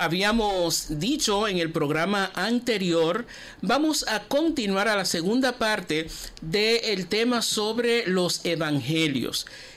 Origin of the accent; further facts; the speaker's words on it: Boca Chica, Santo Domingo, Dominican Republic; en mi pueblo Boca Chica, en Santiago